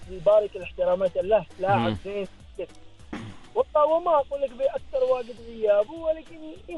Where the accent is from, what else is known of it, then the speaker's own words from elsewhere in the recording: Casablanca, Casablanca-Settat, Morocco; من كازابلانكا.